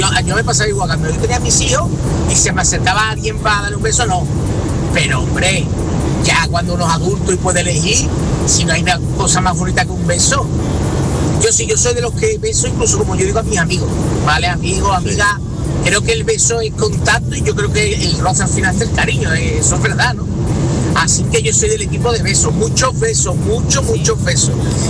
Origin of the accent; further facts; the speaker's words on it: Seville, Andalusia, Spain; de Sevilla. Ahora estoy en Córdoba de camino para Sevilla.